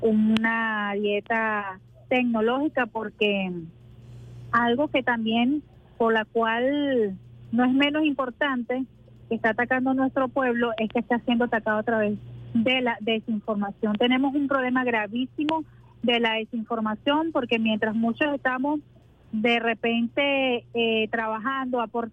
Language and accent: Spanish; Venezuela; pues como venezolana, como venezolanos, debemos tomar